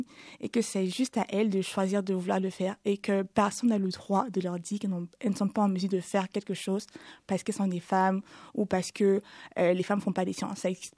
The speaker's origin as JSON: {"language": "French", "country": "Cameroon", "said": "j'ai 22 ans, je suis originaire du Cameroun."}